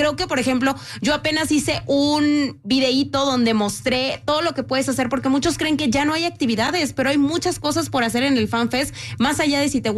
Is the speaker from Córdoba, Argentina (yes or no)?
yes; Córdoba, Argentina; Soy Argentina, cordobesa.